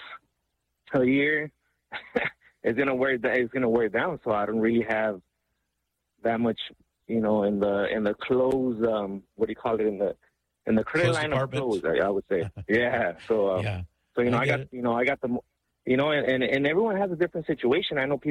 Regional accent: Los Angeles, California, United States; also born or lived in Mexico; So I grew up in Los Angeles, but originally from Mexico, and we grew up here without money.

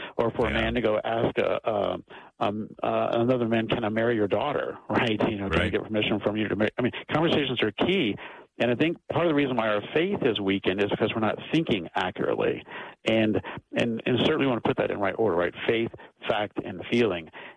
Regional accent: Texas, United States; I'm from Texas, right? We have these Texas wild red ants.

